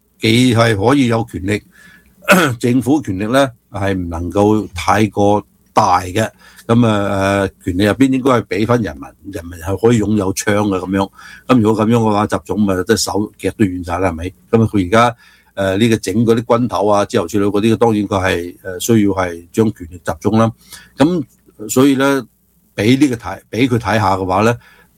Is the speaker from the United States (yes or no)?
yes; United States; 因为其实我作为美国人，我都唔好想要呢个大熊猫，